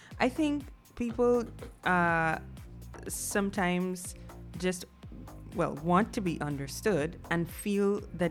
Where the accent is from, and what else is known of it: Guyana